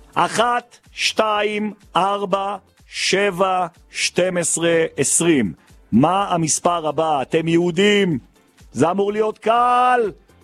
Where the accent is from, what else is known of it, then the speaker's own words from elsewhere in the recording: Jerusalem, Jerusalem District, Israel; כי אני ירושלמי מותר לי